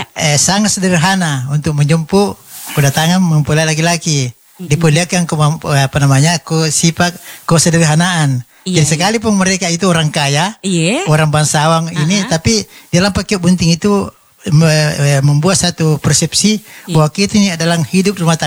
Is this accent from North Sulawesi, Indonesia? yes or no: no; Makassar, South Sulawesi, Indonesia; kita orang Makassar